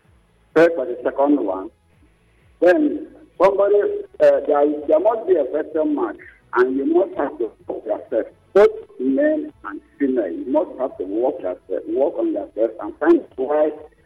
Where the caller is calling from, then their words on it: Nigeria; I'm calling from Kibet.